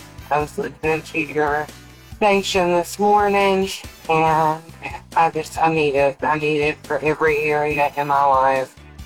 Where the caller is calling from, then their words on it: Mississippi, United States; I'm calling from Lost Point, Mississippi.